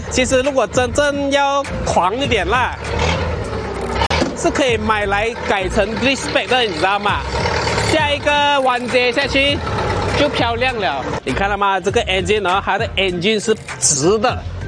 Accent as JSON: {"language": "Chinese", "town": "Miri", "region": "Sarawak", "country": "Malaysia", "said": "因为我来自米粒嘛"}